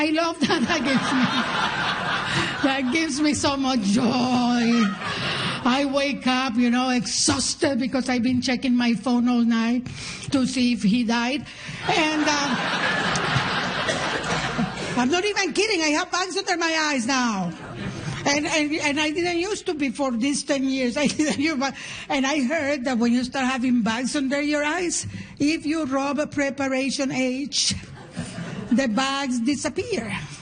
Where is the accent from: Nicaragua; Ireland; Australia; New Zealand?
Nicaragua; Because I'm from Nicaragua and we always feared an American invasion.